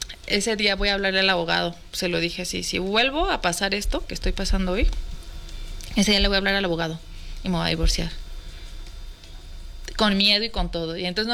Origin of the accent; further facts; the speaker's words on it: Zinapécuaro, Michoacán, Mexico; Sinapecuaro, Michoacán.